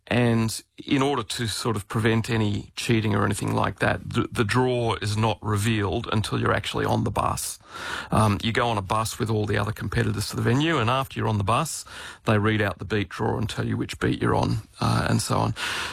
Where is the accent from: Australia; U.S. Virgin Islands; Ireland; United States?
Australia; one of the challenges for us as the Australian team is that the major species that we were fishing for over there were grayling